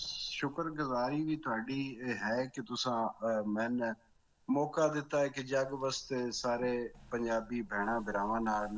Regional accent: Jassowal, Punjab, Pakistan; ਉਹਦੇ ਵਿੱਚ ਮੇਰਾ ਪਿੰਡ ਹੈ ਜੱਸੋਵਾਲ।

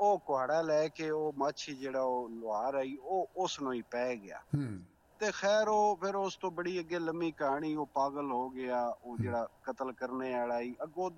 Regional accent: Mandi Bahauddin, Punjab, Pakistan; ਉਹ ਮੇਰੇ ਜ਼ਿਲ੍ਹੇ ਦੀ ਹੈ ਅੰਮ੍ਰਿਤਾ ਪ੍ਰੀਤਮ, ਮੰਡੀ ਬਾਉਦੀਨ ਦੀ।

